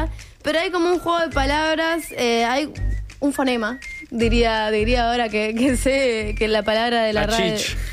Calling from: Montevideo, Uruguay; de Flor de Maroñas.

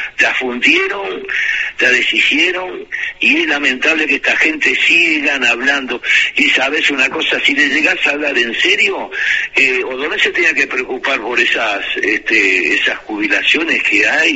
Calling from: Uruguay

